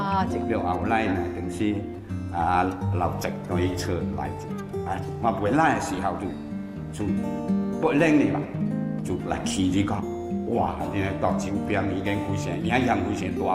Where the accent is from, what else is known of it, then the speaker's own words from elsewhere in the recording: China; born there; 我是团湖的出生的